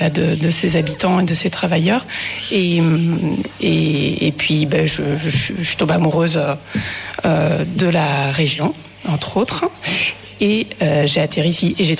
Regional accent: Brussels, Brussels-Capital Region, Belgium; Oui, voilà, moi je suis originaire de Bruxelles, où j'ai fait mes études artistiques et ensuite de photographie.

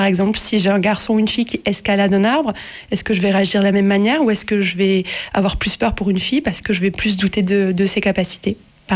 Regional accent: Millau, Occitanie, France; moved away as an adult; also born or lived in Argentina; Après 8 ans avoir vécu à l'étranger, que là j'ai pris un peu de plein fouet aussi parce que je suis revenue dans ma ville où j'ai grandi, donc à Millau

